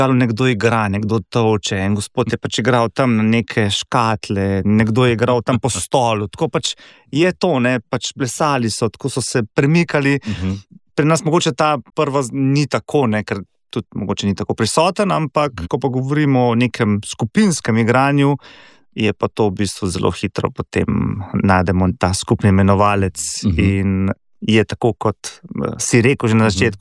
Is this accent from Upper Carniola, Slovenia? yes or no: yes; Škofja Loka, Upper Carniola, Slovenia; dejansko pač prihajam iz Škofje Loke